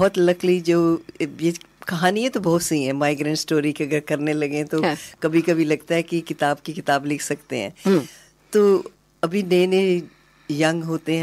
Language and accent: Hindi; Chandigarh, India; moved away as an adult; now in Australia